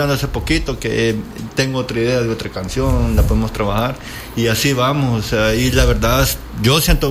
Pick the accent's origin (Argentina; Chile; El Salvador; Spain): El Salvador; soy artista y productor de música electrónica de El Salvador